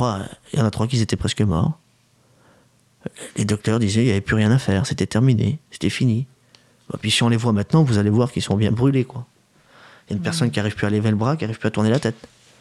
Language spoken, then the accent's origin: French; France; Pourtant on est français.